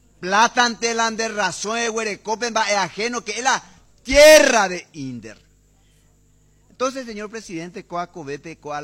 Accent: Paraguay

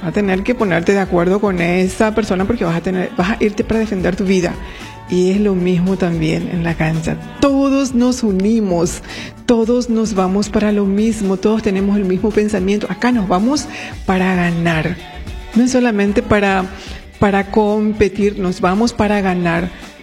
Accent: Paraguay; Yo soy paraguayo, y como paraguayo me siento orgulloso, y como paraguaya me siento orgullosa

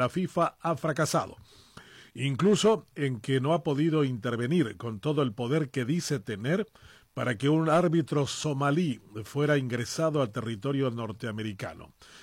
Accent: Paraguay

